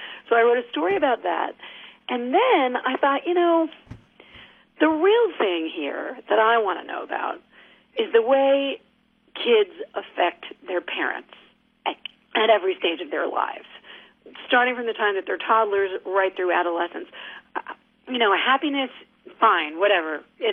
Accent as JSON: {"language": "English", "region": "New York", "country": "United States", "said": "I love New York. I'm from New York."}